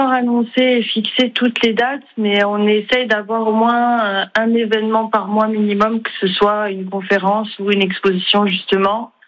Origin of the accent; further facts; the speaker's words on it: Ajaccio, Corsica, France; Je suis originaire d'Ajaccio.